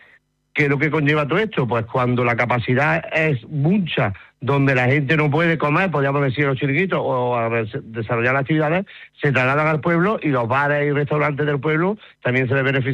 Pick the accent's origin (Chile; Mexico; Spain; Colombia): Spain; Córdoba, Andalusia; Somos de Córdoba y sabemos las temperaturas que hace en invierno.